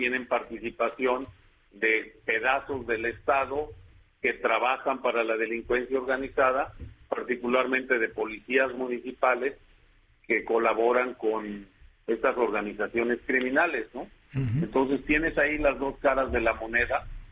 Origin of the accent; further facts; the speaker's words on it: Zacatecas, Mexico; moved away; lo que pasó allá en mi tierra, Zacatecas